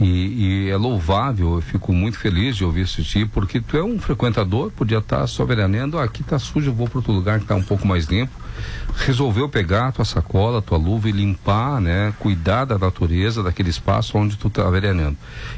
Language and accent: Portuguese; Cidreira, Rio Grande do Sul, Brazil; me criei em Cidreira